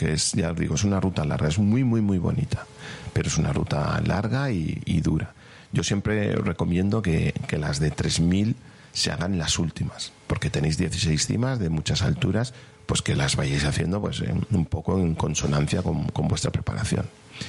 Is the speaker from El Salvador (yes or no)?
no; Valencian Community, Spain; como somos valencianos, a nosotros el calor no nos afecta.